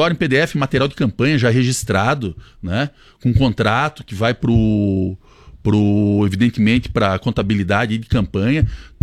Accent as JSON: {"language": "Portuguese", "town": "Chapecó", "region": "Santa Catarina", "country": "Brazil", "tie": "born or raised there", "said": "eu sou natural aqui de Chapecó"}